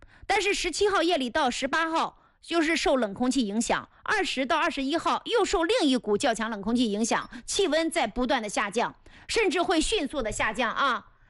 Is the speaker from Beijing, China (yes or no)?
no; Mengcheng, Anhui, China; accent: Mengcheng dialect; 蒙城，你一讲蒙城，我普通话都说不好了，我马上就会说蒙城话了